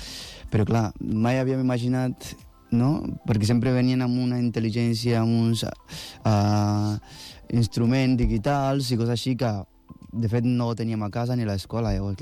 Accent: Kumasi, Ashanti, Ghana; Catalan is a second language; moved away; Sí, jo sóc d'un poble de Ghana que es diu Kumasi, i dintre d'aquest poble, doncs, el nostre dia a dia era, doncs, aixecar-se al matí, entre setmana vas a l'escola

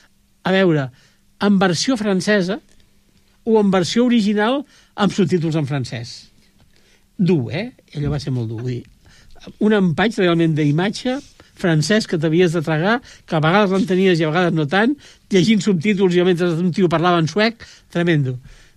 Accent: Barcelona, Catalonia, Spain; moved away as an adult; jo vaig marxar de Barcelona l'any 74, quan em vaig casar.

